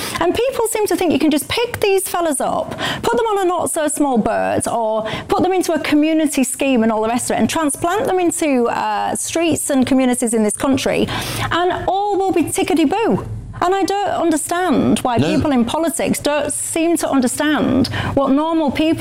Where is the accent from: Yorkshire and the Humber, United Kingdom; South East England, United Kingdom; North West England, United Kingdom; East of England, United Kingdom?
Yorkshire and the Humber, United Kingdom; somebody had come to my county, Yorkshire